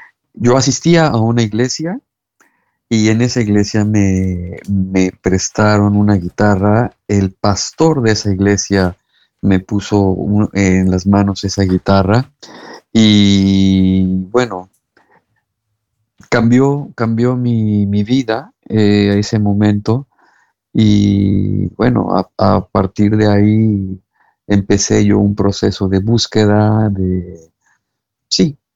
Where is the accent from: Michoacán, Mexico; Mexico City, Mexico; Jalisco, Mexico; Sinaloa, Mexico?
Mexico City, Mexico; now in Lausanne, Switzerland; Soy originario de la Ciudad de México, en el sur de la Ciudad de México.